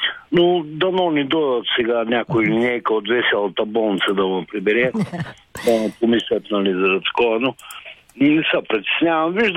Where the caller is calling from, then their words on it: Ruse Province, Bulgaria; съм от Русенско.